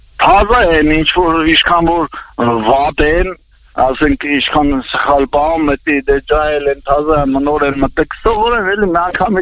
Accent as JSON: {"language": "Armenian", "town": "Artashat", "region": "Ararat", "country": "Armenia", "said": "Ուրեմ, մեր Արտաշատից էլ, քանի որ Արտաշատից եմ"}